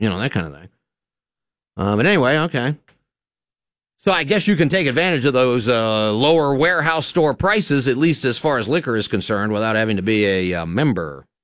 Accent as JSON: {"language": "English", "region": "Ohio", "country": "United States", "lives_now": "Lexington, United States", "said": "I'm a kid from Ohio. I'm coming to Lexington, Kentucky for a job."}